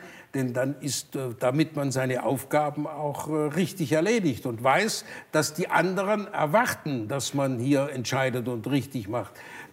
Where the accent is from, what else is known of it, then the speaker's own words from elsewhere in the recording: Burladingen, Baden-Württemberg, Germany; also born or lived in St. Blasien; Ich bin im Krankenhaus in Sigmaringen geboren worden, weil das damals so war, dass man ins Krankenhaus ging. Aber ich bin hier geboren, das ist meine Heimat. Ich war in der Volksschule hier